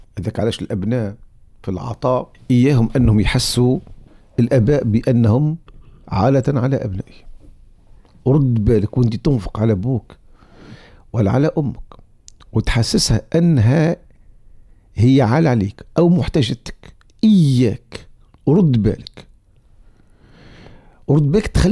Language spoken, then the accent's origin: Arabic; Tunisia; احنا عندنا في تونس هنا في بلادنا